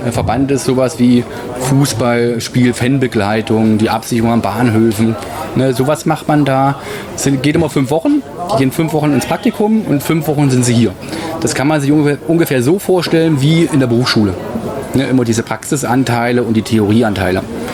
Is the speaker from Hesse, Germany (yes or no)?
yes; Hesse, Germany; Als Hesse kennt man kein Frankfurt an der Oder, ne?